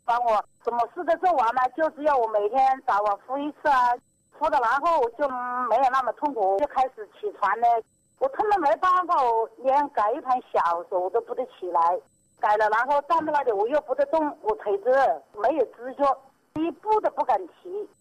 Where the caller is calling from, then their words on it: Shishou, Hubei, China; 我是湖北石首的。